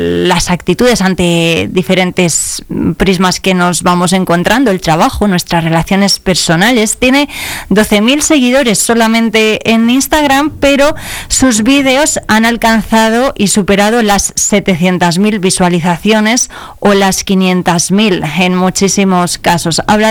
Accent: Cevico de la Torre, Castile and León, Spain; Cevico de la Torre, que es mi pueblo

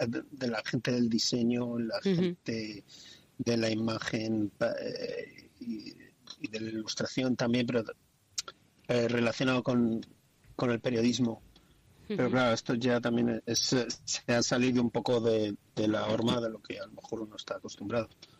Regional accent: Valladolid, Castile and León, Spain; yo creo que soy el típico de Valladolid. Aunque lleve mucho tiempo sin. También sí me fui.

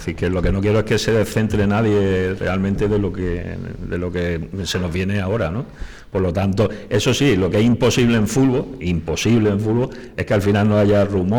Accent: Almería, Andalusia, Spain; yo soy siempre digo, del Zapillo, de un barrio de Almería, me he criado en los campos de barro.

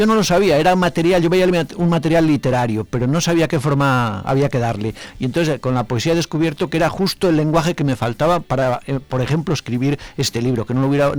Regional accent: Manzanal, Castile and León, Spain; born there; moved away; mi pueblo, que me dio esos 7 años maravillosos

